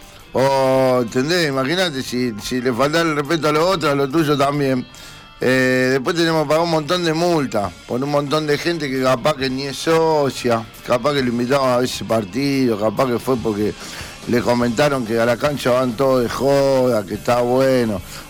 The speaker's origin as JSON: {"language": "Spanish", "town": "Rosario", "region": "Santa Fe", "country": "Argentina", "tie": "born there", "said": "Yo nací en Rosario... Y en Rosario me voy a retirar en mi club"}